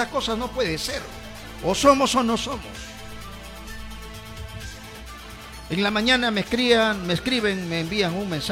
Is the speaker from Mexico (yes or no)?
no; Peru; Usted como peruano de a pie común y corriente